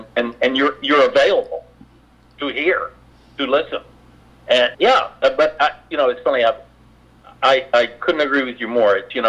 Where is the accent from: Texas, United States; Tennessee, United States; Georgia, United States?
Tennessee, United States; Memphis; moved away; also born or lived in New York / Virginia / San Francisco; I'm from Memphis originally. I'm from the South, and you know, if you're a Southerner, you're exposed to a lot of different Southern dialects. And I lived in New York. I lived in Virginia. You know, I lived in San Francisco